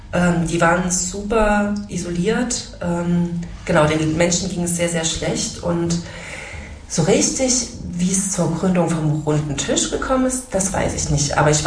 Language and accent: German; Borna, Saxony, Germany; Ja, also ich komme ja selber aus Borna